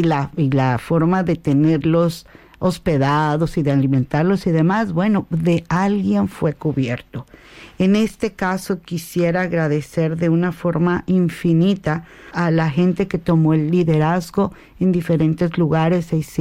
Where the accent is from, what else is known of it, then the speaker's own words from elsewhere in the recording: Mexico; precisamente como mexicanos, como país que hemos vivido dos temblores bastante fuertes